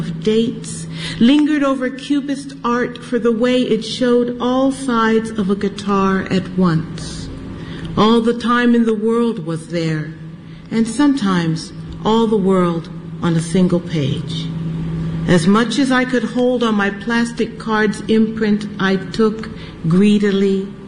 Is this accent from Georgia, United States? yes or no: no; Akron, Ohio, United States; This is my special branch library in my hometown of Ohio, Akron, Ohio, Maple Valley Branch Library, 1967.